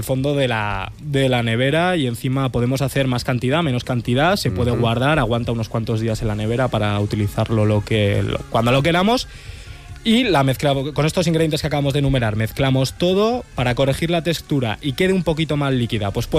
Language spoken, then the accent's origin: Spanish; Spain; Soy español, pero tengo que...